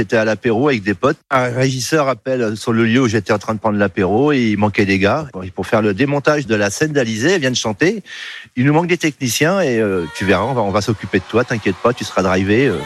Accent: Orléans, Centre-Val de Loire, France; puisque je suis d'Orléans.

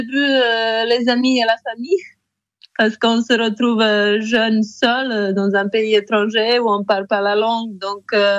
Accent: Podgorica, Montenegro; moved away as an adult; now in France; Je viens de Monténégro. Je suis née à Podgorica, c'est la capitale du Monténégro. J'ai grandi là-bas et à 20 ans, quand j'avais 20 ans, je suis venue en France.

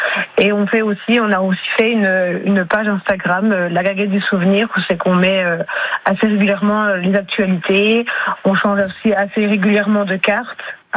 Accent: Pontarlier, Bourgogne-Franche-Comté, France; Tout à fait. En fait, je suis plus du Haut-Doubs, moi, de Pontarlier.

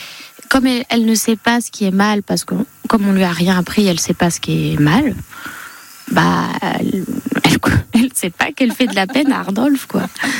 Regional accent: Reims, Grand Est, France; moved away as an adult; now in Paris, France; J'ai passé toute ma vie à Reims jusqu'à être acceptée au conservatoire. Donc je suis à Paris depuis 4 ans maintenant.

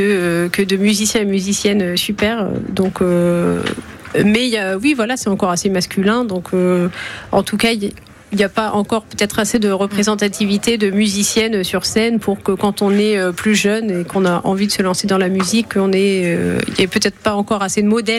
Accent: Normandy, France; Ils ont entendu parler de la Normandie et de chez moi

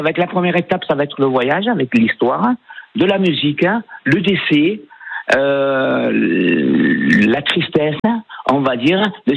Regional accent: Agde, Occitanie, France; moi je suis quand même agatois, hein, j'ai grandi à Agde

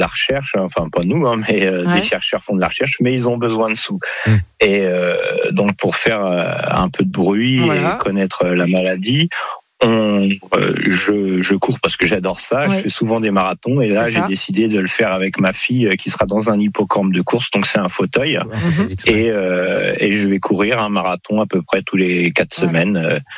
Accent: Normandy, France; Alors on est normand, c'est pour ça qu'on va souvent

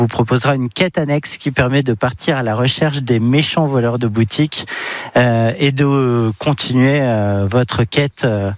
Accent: Clermont-Ferrand, Auvergne-Rhône-Alpes, France; also born or lived in south-east France; Je suis originaire de Clermont-Ferrand. D'accord. Et je suis né dans le sud-est

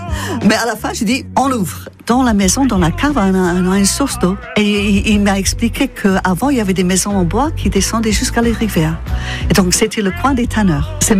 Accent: Scotland, United Kingdom; accent: Scottish; French is a second language; moved away as an adult; now in Le Mans, France; j'ai un accent qui vient du fait que je suis écossaise. Je suis arrivée au Mans parce que j'ai rencontré un Breton à Édimbourg pour le match Écosse-France.

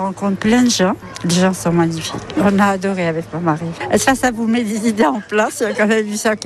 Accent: Bidache, Nouvelle-Aquitaine, France; born there; now in Biarritz, France; Je suis née à Bidache.

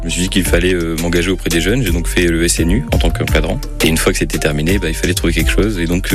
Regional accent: Béthune, Hauts-de-France, France; j'ai 21 ans, je viens de Béthune.

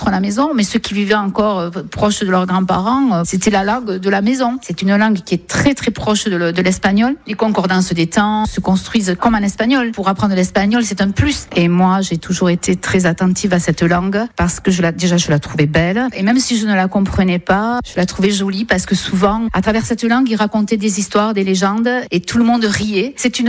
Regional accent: Lannemezan, Occitanie, France; now in Saint-Martin-de-Seignanx, France; je vis à Saint-Martin-de-Seignanx. Je suis native des Hautes-Pyrénées, de l'Annemezan plus exactement.

